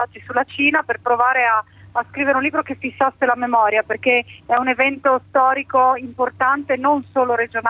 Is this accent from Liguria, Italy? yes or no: no; Gemona del Friuli, Friuli-Venezia Giulia, Italy; Io vengo da Gemona del Friuli, sono una figlia del terremoto perché mio papà ha conosciuto mia madre perché è venuto a fare il volontario ed è venuto ad aiutare dopo quella tragedia